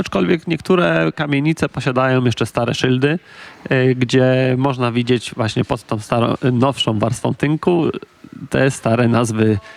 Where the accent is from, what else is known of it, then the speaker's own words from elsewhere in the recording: Kębłowo, Greater Poland Voivodeship, Poland; na moją rodzinną wioskę Kębłowo mówili kiedyś błota. To znaczy, że błota. Tam są błota i jest bardzo dużo wody i jest to taki podmokły teren.